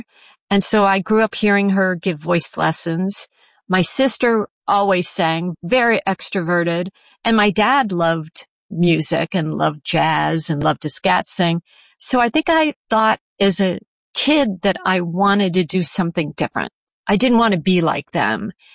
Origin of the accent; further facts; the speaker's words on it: Chicago, Illinois, United States; born there; also born or lived in New York; I grew up in Chicago for the first 8 years of my life.